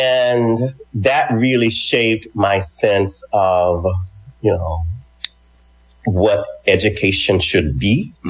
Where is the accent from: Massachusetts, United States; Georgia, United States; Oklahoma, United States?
Georgia, United States; Manchester; born or raised there